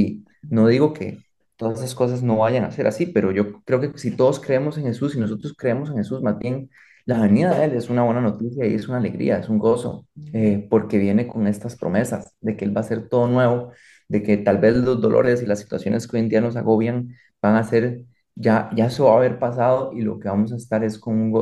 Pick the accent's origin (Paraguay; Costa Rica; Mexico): Costa Rica; Entonces, es hasta simbólico para nosotros como costarricenses, que estamos, pues son dos países distintos, ¿verdad?